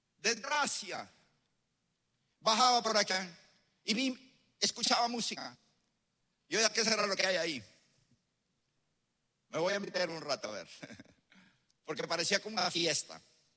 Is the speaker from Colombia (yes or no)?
yes; Pasto, Nariño, Colombia; Aquí me conocieron como llegué. Torcido. Yo vengo de Pasto. Y en Pasto hice un anuncio de cómo iba a ser mi muerte.